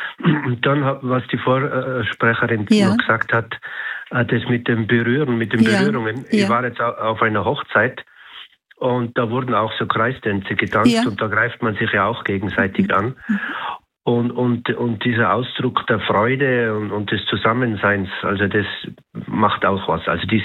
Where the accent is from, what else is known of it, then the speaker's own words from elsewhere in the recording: Tyrol, Austria; Grüß Gott, ja, ich bin aus Tirol hier